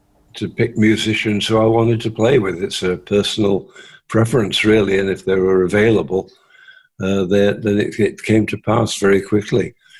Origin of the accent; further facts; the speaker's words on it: England, United Kingdom; now in United States; It sort of is like that, you know. I mean, as soon as I came to America, I felt at home here as much as I did in England.